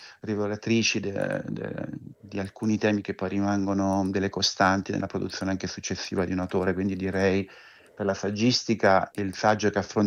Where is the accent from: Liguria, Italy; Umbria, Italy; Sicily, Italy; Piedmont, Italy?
Umbria, Italy; Perugia; ambientata in Umbria, a Perugia, che è la mia città natale